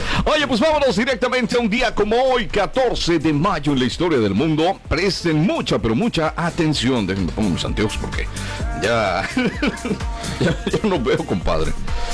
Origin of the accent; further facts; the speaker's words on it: Mexico; Hay que enviarle las mejores vibras como mexicanos.